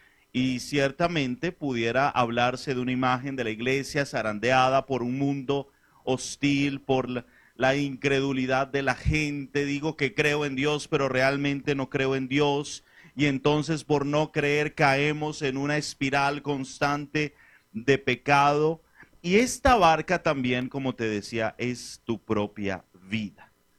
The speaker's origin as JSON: {"language": "Spanish", "country": "Venezuela", "moved": "yes", "lives_now": "Colombia", "said": "como venezolano en el exterior"}